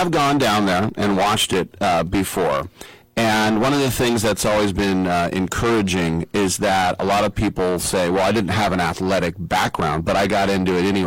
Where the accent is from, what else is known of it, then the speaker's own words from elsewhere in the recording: Richmond, California, United States; there's going to be something going on in my my hometown of Richmond, California